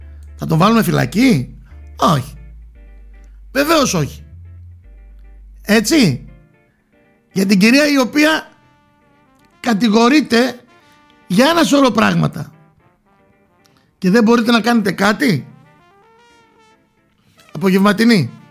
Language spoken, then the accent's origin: Greek; Macedonia, Greece; Για μας εδώ στη Βόρεια Ελλάδα, για μας εδώ που λεγόμαστε Μακεδόνες στη Βόρεια Ελλάδα